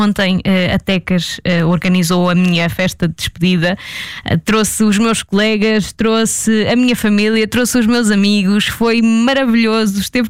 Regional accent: Centro, Portugal; now in Lisbon, Portugal; vou deixar Lisboa, vou voltar para, para o sítio onde eu nasci e cresci, que é na zona de Aveiro.

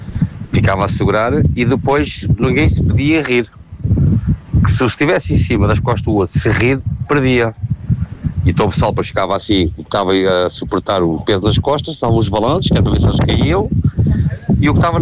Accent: Almeida, Centro, Portugal; born there; now in Santarém, Portugal

